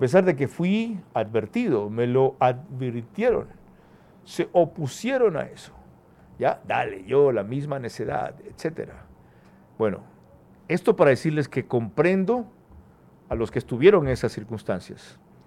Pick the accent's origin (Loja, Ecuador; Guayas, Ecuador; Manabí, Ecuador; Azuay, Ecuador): Manabí, Ecuador; Bahía de Caráquez; La situación en mi tierra es gravísima.